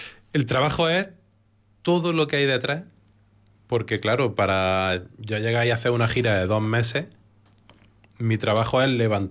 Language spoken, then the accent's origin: Spanish; Baza, Andalusia, Spain; born there; me hace recordar a mi pueblo, a mis raíces que tanto quiero